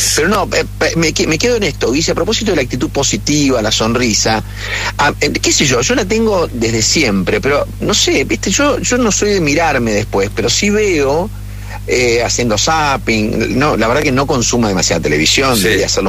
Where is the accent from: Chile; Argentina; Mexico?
Argentina; Rafaela, Santa Fe; also born or lived in Córdoba; Claro. No nací en Rafaela.